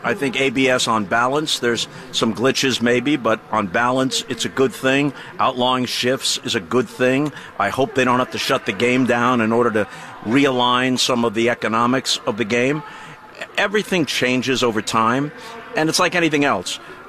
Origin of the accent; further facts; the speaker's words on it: New York, United States; I grew up on Long Island. The Dodgers and Giants had left for the West Coast.